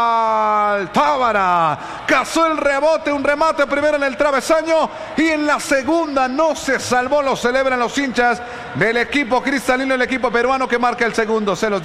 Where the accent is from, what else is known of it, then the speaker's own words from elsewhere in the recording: Boyacá, Colombia; A 20 minutos de Duitama, la perla de Boyacá. Mi tierra linda